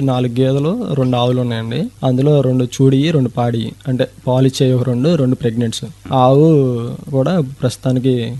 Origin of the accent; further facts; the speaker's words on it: Krishna district, Andhra Pradesh, India; మాది చలపల మండలం, పొరిగడ్డ గ్రామం అండి, కృష్ణా జిల్లా.